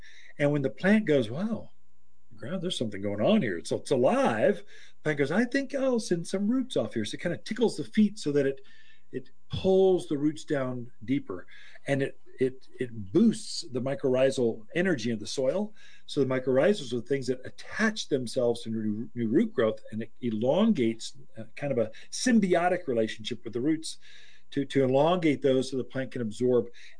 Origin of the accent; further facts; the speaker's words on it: United States; I am so American.